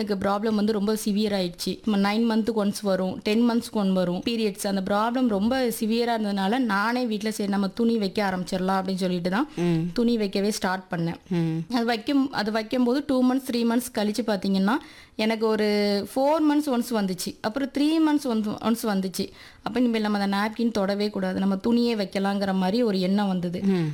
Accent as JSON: {"language": "Tamil", "town": "Suthamalli", "region": "Tamil Nadu", "country": "India", "said": "நான் BA Tamil literature முடிச்சிருக்கிறேன். Tirunelveli மாவட்டம் சுத்தமல்லி கிராமத்திலிருந்து வரேன்."}